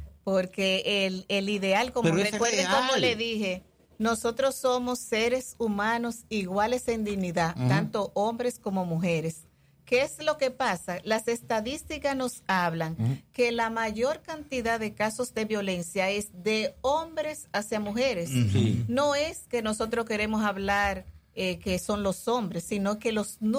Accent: Mao, Valverde, Dominican Republic; now in Santiago Rodríguez, Dominican Republic; esta es mi tierra y estoy muy orgullosa de Mao.

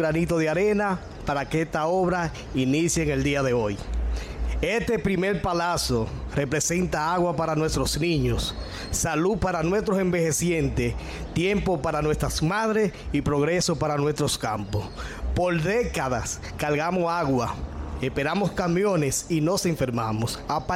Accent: Maizal, Dominican Republic; Muy buenos días a mi pueblo de Maizal.

